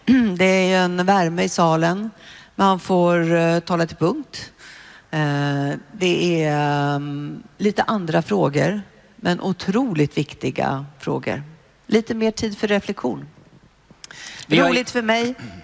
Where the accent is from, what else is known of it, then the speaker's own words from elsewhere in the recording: Uppsala, Uppsala County, Sweden; När jag växte upp och började titta runt omkring mig hemma i Uppsala